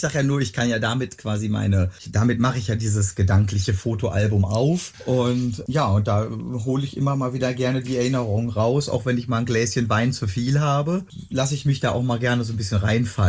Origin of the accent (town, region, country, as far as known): Schloß Holte-Stukenbrock, North Rhine-Westphalia, Germany